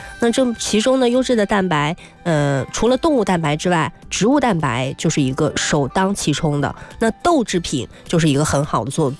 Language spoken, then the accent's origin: Chinese; northern China, China; moved away; 我作为北方人嘛，而且又是在一个这个面食之都、